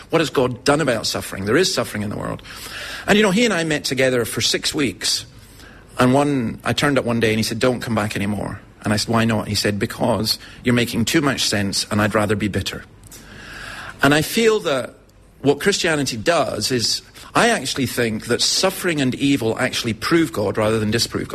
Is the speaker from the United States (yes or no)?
no; Scotland, United Kingdom; I'm a Scottish Calvinist